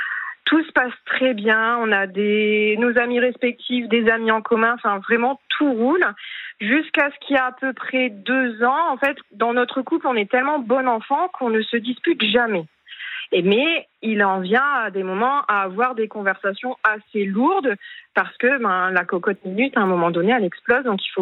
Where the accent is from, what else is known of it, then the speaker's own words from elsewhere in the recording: Hauts-de-France, France; accent: petit accent du Nord (ch'ti); j'ai ce petit accent. Alors, j'essaye de ne pas trop l'avoir, mais quand je suis en confiance, il a tendance à revenir.